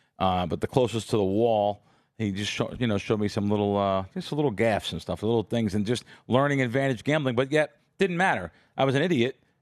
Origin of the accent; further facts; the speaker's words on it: Kingsburg, New Jersey, United States; I grew up in Kingsburg, New Jersey, but never thought I was raised by low/middle-income parents at the time.